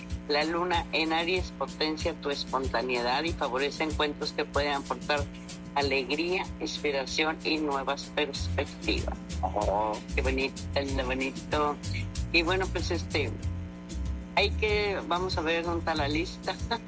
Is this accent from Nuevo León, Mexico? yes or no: yes; Monterrey, Nuevo León, Mexico; moved away; allá en mi tierra, en Monterrey, Nuevo León, ahí en San Pedro Garza García.